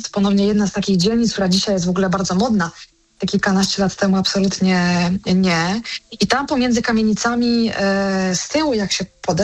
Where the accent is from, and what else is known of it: Kraków, Lesser Poland, Poland